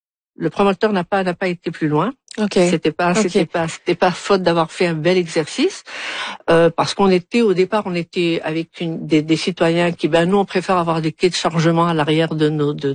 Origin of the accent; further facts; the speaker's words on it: Algiers, Algiers Province, Algeria; je suis vraiment native d'Alger.